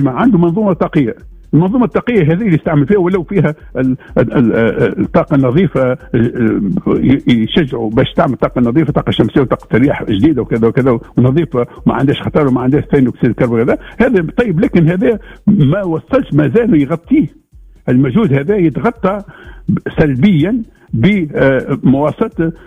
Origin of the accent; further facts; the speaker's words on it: Tunisia; احنا يلزمنا عندنا في تونس هنا